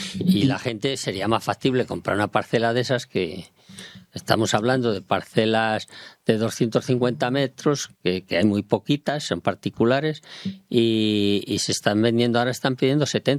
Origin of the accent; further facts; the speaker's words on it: El Escorial, Community of Madrid, Spain; yo a mí lo que me interesa es mi pueblo. Mi pueblo, el Escorial está parado también